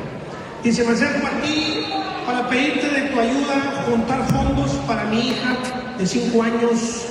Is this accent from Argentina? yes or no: no; Tijuana, Baja California, Mexico; aquí nos unimos todos, somos mexicanos